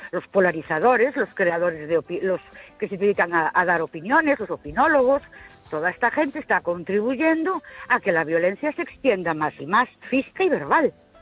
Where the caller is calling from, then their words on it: Ourense, Galicia, Spain; Buenas noches … de Ourense.